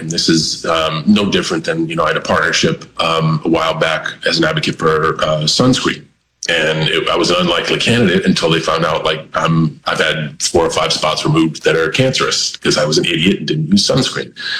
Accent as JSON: {"language": "English", "region": "New England", "country": "United States", "said": "We're all from New England and like me, Mark Wahlberg, Matt Damon kind of share some weird similarities, not doppelgangers of each other, but we're all from there."}